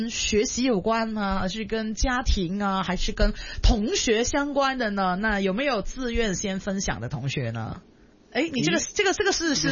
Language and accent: Chinese; Hong Kong; 我们香港这边吃粽子呢，你也不能完全称之它为咸